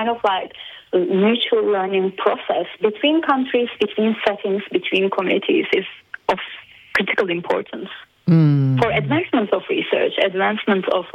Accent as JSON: {"language": "English", "country": "Turkey", "said": "Turkey, my home country"}